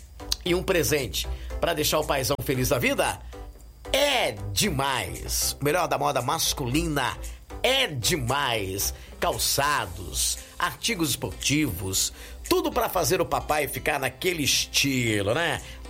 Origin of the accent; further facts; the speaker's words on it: Descalvado, São Paulo, Brazil; E em Descalvado, Bezerra Paz, minha terra querida, amada e inesquecível